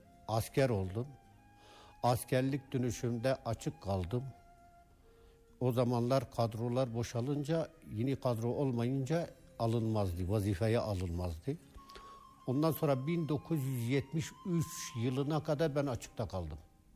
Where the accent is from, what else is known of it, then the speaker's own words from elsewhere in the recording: Patnos, Ağrı Province, Turkey; born there; also born or lived in Diyadin, Ağrı / Aralık, Iğdır / Sarıkamış, Kars; Ağrı Patnos doğumluyum. 0404-1947 doğumluyum. Yaşımın 12. senesinden Patnos'tan ayrıldım. Diyadin'e geçtim.